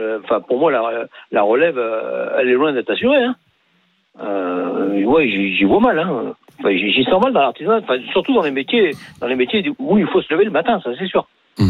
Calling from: Ardoix, Auvergne-Rhône-Alpes, France; Je suis à Ardois, c'est le Nord-Ardèche.

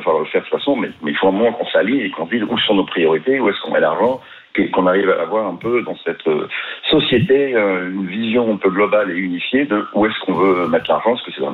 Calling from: Paris, Île-de-France, France; C'est ça, j'habite à Paris dans le 17e. Je suis plutôt âgé puisque j'ai bientôt 63 ans.

